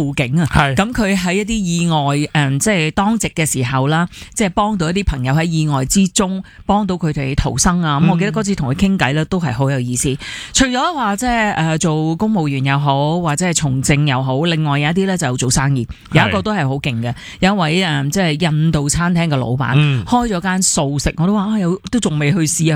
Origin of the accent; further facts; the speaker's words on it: Hong Kong; 因为我哋土生土长，我哋好熟噶嘛